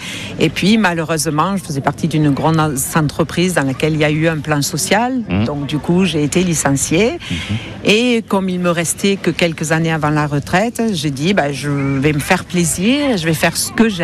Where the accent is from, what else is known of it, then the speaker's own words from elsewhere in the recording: Fontenilles, Occitanie, France; Je suis de Fontenille.